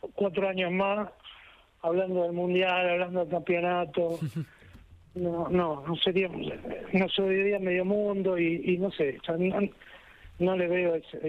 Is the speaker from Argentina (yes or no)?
yes; Argentina